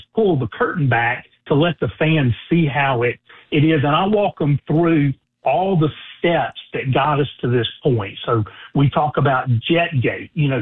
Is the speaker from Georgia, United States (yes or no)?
no; Foley, Alabama, United States; The flagship station in my home state of Alabama. So really good to be on. I am a Foley native and an Alabama graduate